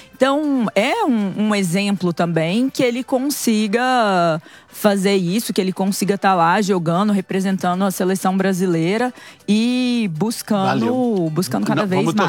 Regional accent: Brazil

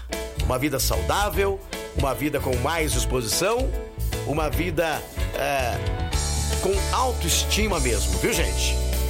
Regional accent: Descalvado, São Paulo, Brazil; Alô, alô, minha terra querida, amada, inesquecível, descalvado.

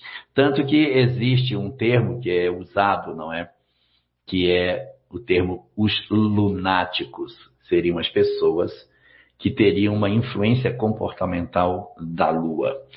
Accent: Cacoal, Rondônia, Brazil; Eita, é da minha terra!

